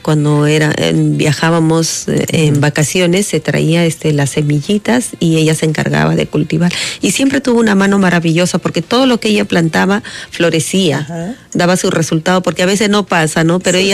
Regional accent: Chincheros, Apurímac, Peru; also born or lived in Ayacucho; salí de Chincheros a Ayacucho a estudiar a la universidad, y por cosas de la vida, bueno, retorné a mi tierra

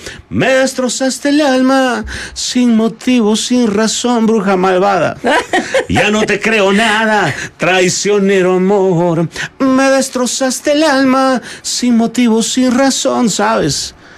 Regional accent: Bolivia; Nosotros venimos del corazón de Bolivia.

